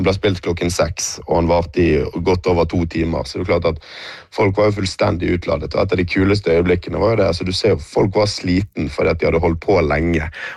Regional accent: Bergen, Vestland, Norway; og da er man stolt som bergenser også.

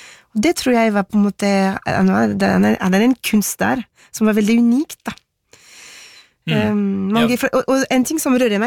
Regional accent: Paris, Île-de-France, France; Norwegian is a second language; now in Norway; Det er ikke sånn jeg trodde det skulle bli da jeg vokste opp i Paris, hvor jeg ble forklart at vi franskmenn 300 år siden, vi drepte kongen vår, vi.

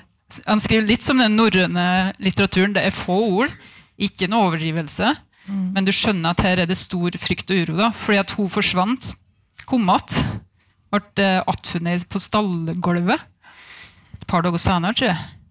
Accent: Vinstra, Innlandet, Norway; Kvam-området og Vinstra der jeg er fra.

